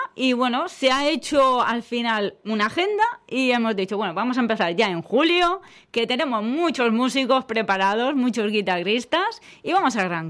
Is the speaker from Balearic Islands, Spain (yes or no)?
yes; Palma, Balearic Islands, Spain; soy guitarrista y profesora de música y bueno, soy de aquí, de Palma, y bueno, tengo familia en Albacete también, estoy un poco repartida.